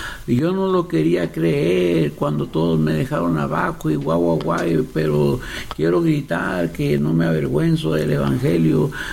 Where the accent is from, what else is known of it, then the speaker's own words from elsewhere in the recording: Ciudad Juárez, Chihuahua, Mexico; now in Monterrey, Mexico; yo soy de Juárez